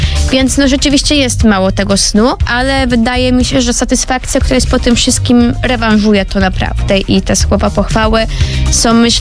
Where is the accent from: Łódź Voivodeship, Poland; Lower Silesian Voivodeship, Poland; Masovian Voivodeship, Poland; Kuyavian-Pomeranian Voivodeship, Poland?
Kuyavian-Pomeranian Voivodeship, Poland; moved away as an adult; now in Toruń, Poland; ja w ogóle nie pochodzę z Torunia. Jestem spod Torunia, z Borów Tucholskich i bardzo lubiłam rowerem jeździć. U nas jest pełno lasów